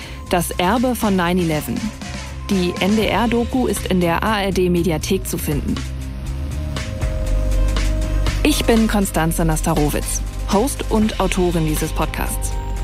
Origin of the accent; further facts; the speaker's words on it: Berlin, Germany; Dieser Anschlag, der trifft auch mich bis ins Mark. Terror. In meiner Heimatstadt Berlin.